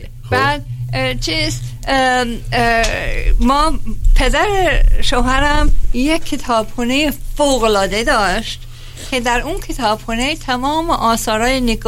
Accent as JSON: {"language": "Persian", "town": "Shiraz", "region": "Fars", "country": "Iran", "said": "همشهری، بله همشهری. من هم شیرازی هستم مثل شما."}